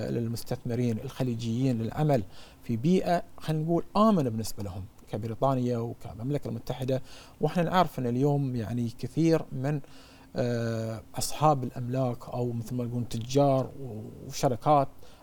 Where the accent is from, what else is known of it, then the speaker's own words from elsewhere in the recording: Bahrain; عندنا في البحرين